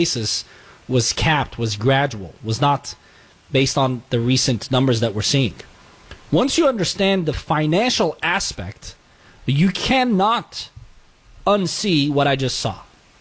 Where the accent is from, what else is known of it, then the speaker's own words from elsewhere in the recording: California, United States; as a Californian